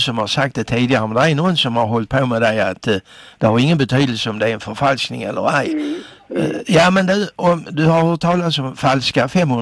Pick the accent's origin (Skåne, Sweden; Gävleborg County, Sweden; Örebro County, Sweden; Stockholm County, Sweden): Skåne, Sweden; vi är skåningar.